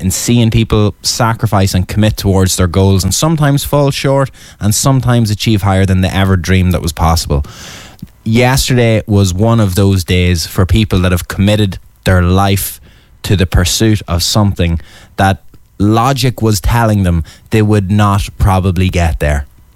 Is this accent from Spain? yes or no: yes; Barcelona, Catalonia, Spain; We're from Barcelona. I'm from Barcelona here on 8radio.com.